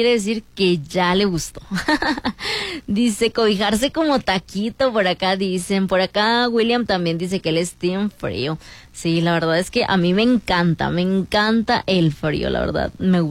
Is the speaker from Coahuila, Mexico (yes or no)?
yes; Saltillo, Coahuila, Mexico; yo soy de aquí de Saltillo y siempre he sido de Saltillo. Ahorita también acá por los comentarios decían que qué bonita voz tenía de que me pusieron algo como sinaloense, de Sonora, algo así, pero no, yo soy de aquí 100% saltillense.